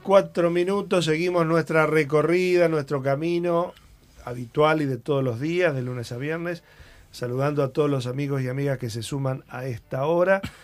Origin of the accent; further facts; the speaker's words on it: Sauce Pinto, Entre Ríos, Argentina; este domingo es la fiesta patronal en mi pueblo, en Sauce Pinto.